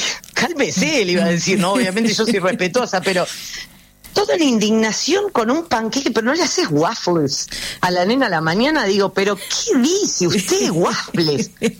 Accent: Buenos Aires Province, Argentina; me fui al conurbano bonaerense, donde soy yo

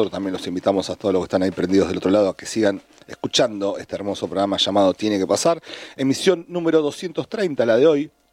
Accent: Casilda, Santa Fe, Argentina; más precisamente en Casilda, mi ciudad natal, hay unos 50 kilómetros de Rosario.

